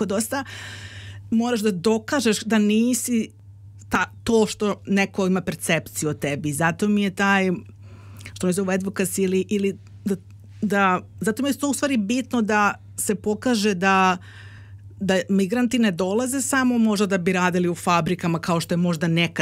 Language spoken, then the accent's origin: Serbian; Belgrade, Serbia; moved away as an adult; now in Australia; iz Beograda sam, došla sam u Australiju pre 10 godina